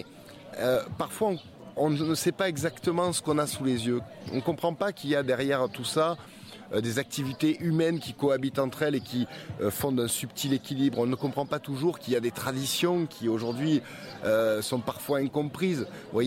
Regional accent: Vauvert, Occitanie, France; je suis un enfant du pays, comme on dit, donc enraciné, fier de mes racines vauverdoises et camarguaises. Donc j'ai ce territoire-là, je ne le quitterai jamais.

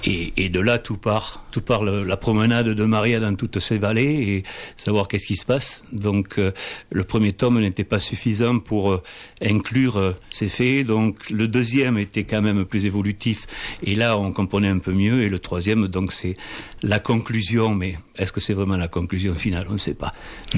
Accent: Lourdes, Occitanie, France; born there; Ah oui, je suis né à Lourdes. Mm-hmm. Ils m'ont rejeté, je n'étais pas miracle. Donc ils m'ont envoyé à Lobalagnas.

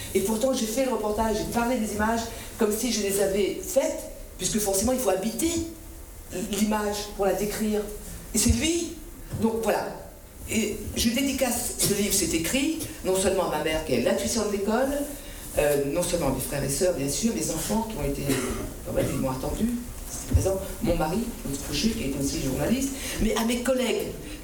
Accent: Réunion; Alors chez nous, à La Réunion, c'était la télé de l'État, et l'État c'est le préfet

